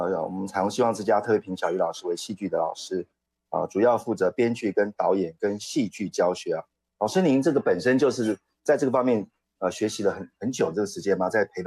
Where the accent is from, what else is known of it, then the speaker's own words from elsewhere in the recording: Tongxiao, Miaoli County, Taiwan; moved away; 那是我的家乡啊